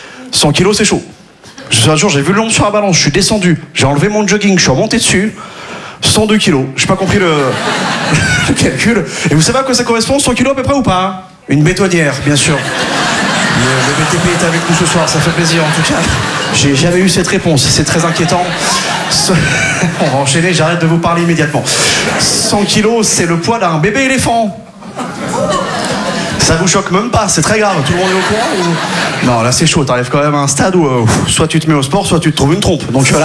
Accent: Quimperlé, Brittany, France; là d'où je viens à Quimperlé, on n'avait pas les sports cool.

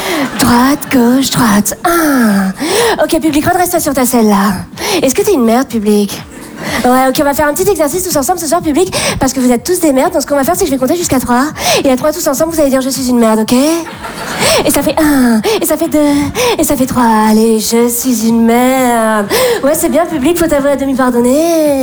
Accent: Bordeaux, Nouvelle-Aquitaine, France; je viens de Bordeaux, et ayant grandi dans le milieu bourgeois bordelais, j'ai fait beaucoup de rallyes

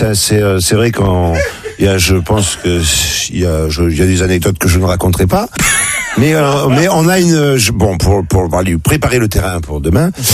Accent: Marseille, Provence-Alpes-Côte d'Azur, France

